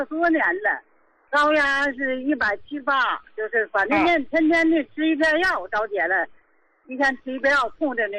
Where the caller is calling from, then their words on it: Qingdao, Shandong, China; 我是青岛的。